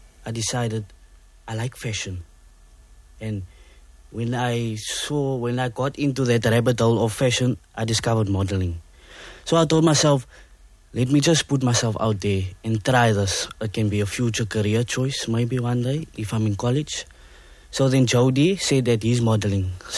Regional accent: South Africa; I'm from South Africa.

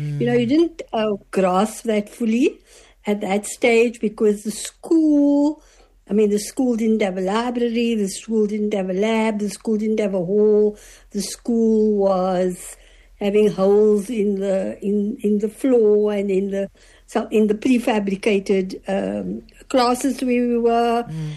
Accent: Claremont, Western Cape, South Africa; born there; I was born in Claremont in a little house opposite where you have the police station at the moment. So I was born there, but then when I was 2 years old, we had to move because Claremont was being declared a white area.

